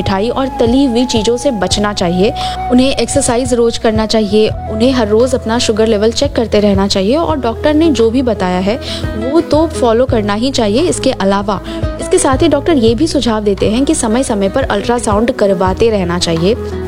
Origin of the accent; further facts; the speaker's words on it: Bhagalpur, Bihar, India; दोस्तों हम भागलपुर से हैं और भागलपुर की बात करें तो यहाँ बहुत सारे ऐसे बिल्डिंग्स हैं